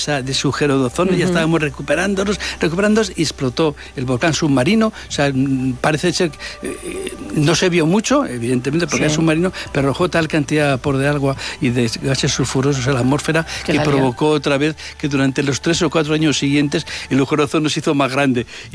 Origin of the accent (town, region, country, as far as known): Madrid, Community of Madrid, Spain